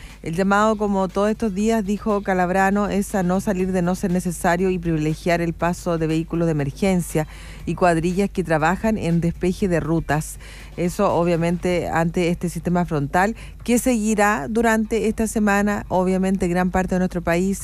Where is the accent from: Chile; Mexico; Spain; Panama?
Chile; Somos siempre los chilenos solidarios